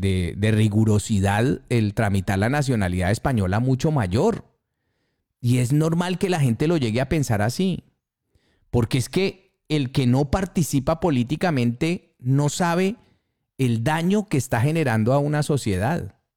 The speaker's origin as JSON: {"language": "Spanish", "country": "Colombia", "moved": "yes", "lives_now": "Spain", "said": "yo como colombiano"}